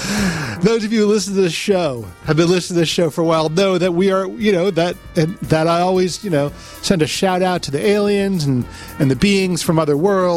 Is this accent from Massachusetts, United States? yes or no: yes; Boston, Massachusetts, United States; moved away; Massachusetts, my home state.